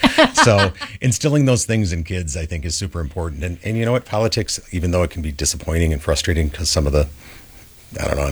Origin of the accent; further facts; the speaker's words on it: Milwaukee, Wisconsin, United States; growing up in Milwaukee.